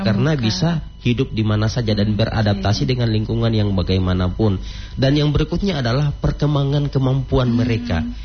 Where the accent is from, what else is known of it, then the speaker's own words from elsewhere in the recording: Gorontalo, Indonesia; also born or lived in Kwandang; now in Tahuna, Indonesia; saya berasal dari Gorontalo juga, tepatnya di Desa Mulangga, Kecamatan Tolinggola, dan saya juga biasa aktif di Kuandang